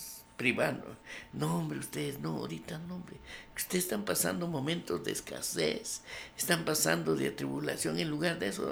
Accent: Guatemala; Así somos los guatemaltecos.

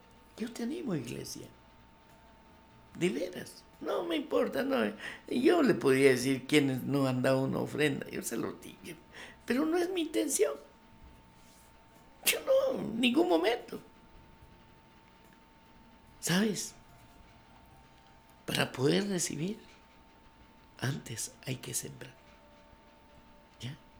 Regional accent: Guatemala; Así somos los guatemaltecos.

